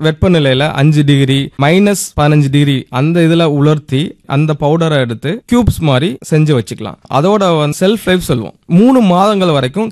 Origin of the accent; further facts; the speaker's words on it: Vedasandur, Tamil Nadu, India; திண்டுக்கல் மாவட்டம் வேடசந்தூர்ல இருந்து வந்தேன். என்னோட சின்ன வயசுல என்னோட தோட்டத்துல நான் பார்த்த அனுபவத்தினாலதான்